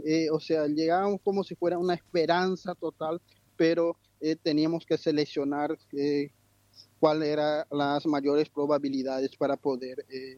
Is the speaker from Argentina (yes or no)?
no; Paraguay; yo como paraguayo.